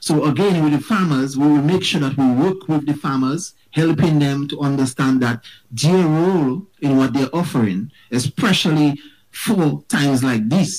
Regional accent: Saint George, Dominica; As a young man growing up, young boy growing up in Mount Prosper

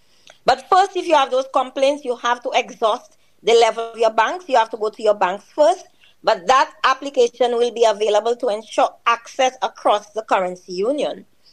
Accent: St. Lucia; in my home country in St. Lucia

